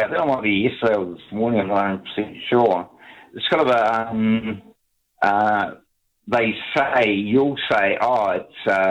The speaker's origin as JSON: {"language": "English", "region": "Bay of Plenty", "country": "New Zealand", "said": "I come from the Bay of Plenty, and I would greatly contest the idea that you're better off without a heat pump."}